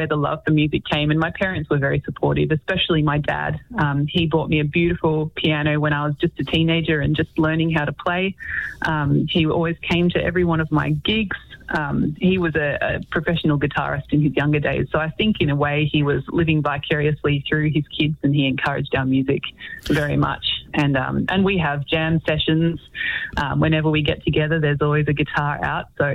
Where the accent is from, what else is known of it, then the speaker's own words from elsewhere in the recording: Melbourne, Victoria, Australia; moved away as an adult; now in near Ballarat, Australia; I was born and bred in Melbourne and I had a very Melbourne existence. So I went to school in Melbourne, I worked and studied and got married in Melbourne